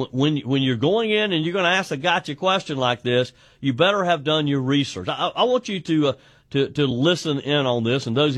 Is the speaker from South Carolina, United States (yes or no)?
yes; South Carolina, United States; called out the U.S. Senate race here in my home state of South Carolina